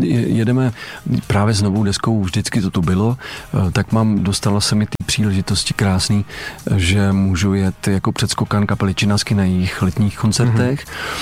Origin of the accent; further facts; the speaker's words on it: Jablonec nad Nisou, Liberec Region, Czechia; No člověče, já jsem z Jablonce nad Nisou, z podhůří Jizerských hor.